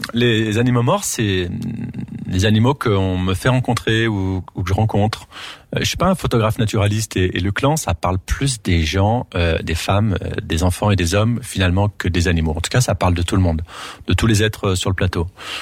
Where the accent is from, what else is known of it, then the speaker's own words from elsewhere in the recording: Auvergne-Rhône-Alpes, France; je suis alpin, je suis savoyard